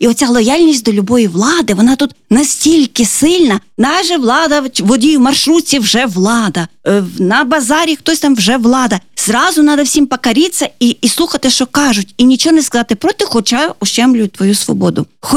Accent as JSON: {"language": "Ukrainian", "region": "Lviv Oblast", "country": "Ukraine", "said": "Львівщина."}